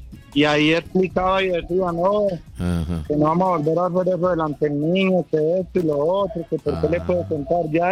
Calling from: Gómez Plata, Antioquia, Colombia; Yo soy de acá de Gómez Plata, Antioquia.

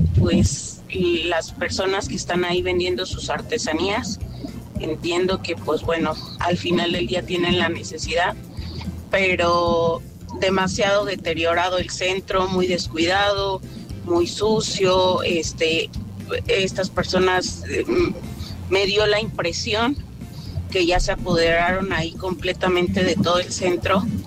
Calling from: Querétaro, Mexico; yo soy queretana de 30 años, casi 40.

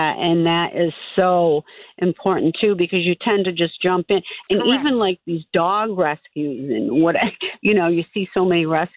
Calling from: Redding, Connecticut, United States; I live in Reading, part of Wilton, and we have a stream.

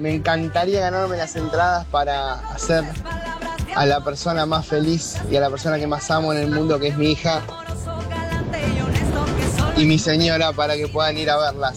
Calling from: Castelar, Buenos Aires Province, Argentina; de Castelar.

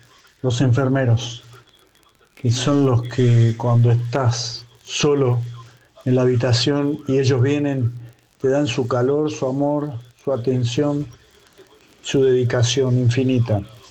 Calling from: Ramos Mejía, Buenos Aires, Argentina; de Ramos.

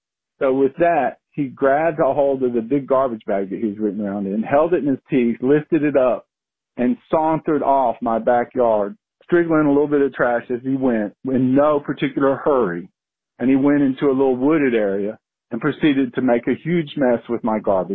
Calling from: Gulf Breeze, Florida, United States; I'm calling from Gulf Breeze, Florida. It's in the Florida Panhandle. I'm in a very residential neighborhood, but we've got a lot of black bears.

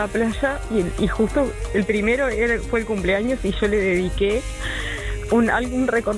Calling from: Tarariras, Colonia, Uruguay; soy de Tararíes, departamento de Colonia.

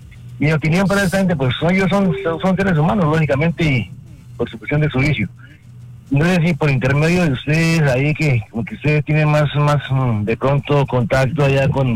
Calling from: Sogamoso, Boyacá, Colombia; aquí de Sogamoso.

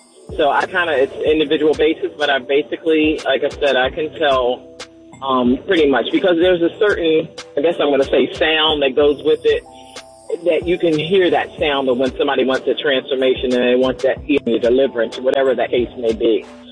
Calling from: Charleston, United States; I'm calling from Charleston.

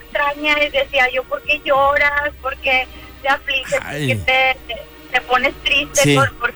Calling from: Monterrey, Nuevo León, Mexico; Yo soy de Monterrey, Nuevo León.

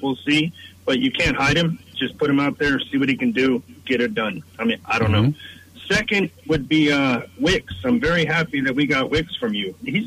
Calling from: Green Bay, Wisconsin, United States; I'm a Philly fan, so it is what it is. I'm in Green Bay

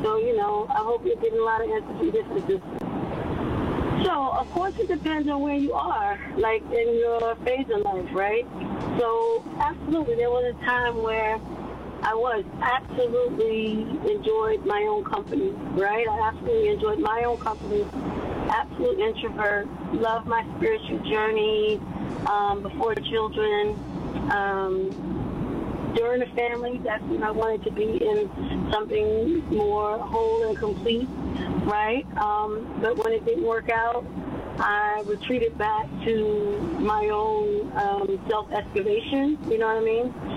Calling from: Richmond, United States; I'm calling in from Richmond.

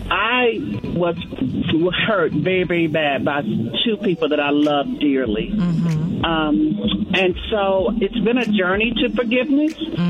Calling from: United States; I'm calling from Douglas County.

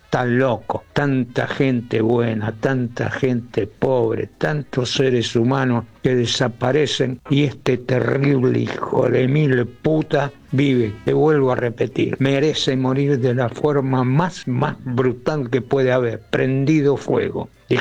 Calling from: Mar del Plata, Buenos Aires Province, Argentina; de Mar del Plata.

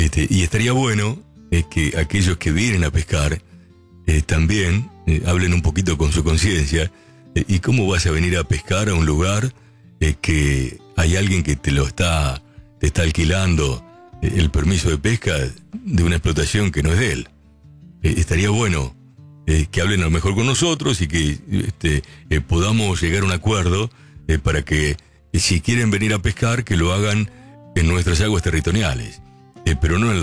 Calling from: Villa Devoto, Buenos Aires, Argentina; de Villa Devoto, te escucho siempre.

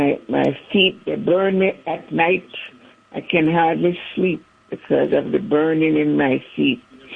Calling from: Windsor, Ontario, Canada; I'm calling from Windsor, Canada.

